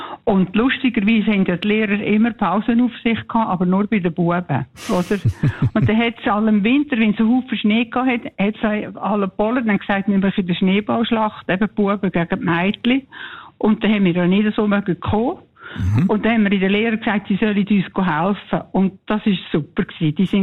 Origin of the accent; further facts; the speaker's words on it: Lucerne, Switzerland; now in Emmetten, Switzerland; ich bin in Luzern aufgewachsen und bin im Meinhof-Schulhaus in der Schule.